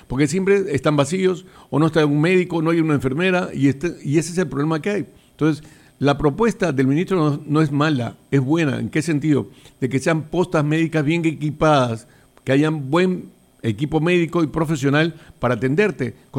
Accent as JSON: {"language": "Spanish", "country": "Peru"}